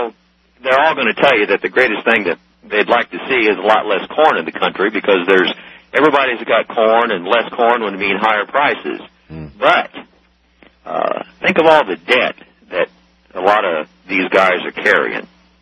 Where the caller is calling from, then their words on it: Murrayville, Illinois, United States; I'm calling from Murrayville, Illinois.